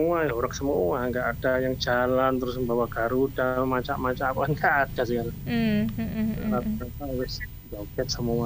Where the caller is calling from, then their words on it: Mojokerto, East Java, Indonesia